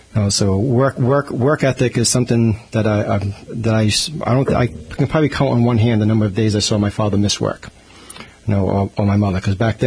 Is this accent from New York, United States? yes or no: no; Fall River, Massachusetts, United States; that strong Portuguese work ethic that I inherited from my parents, inherited from the islands, and also something that I inherited growing up in Fall River.